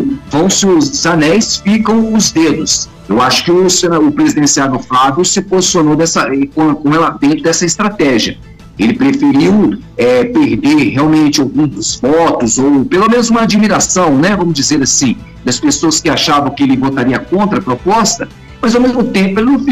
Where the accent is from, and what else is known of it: Minas Gerais, Brazil; born or raised there; also born or lived in São Paulo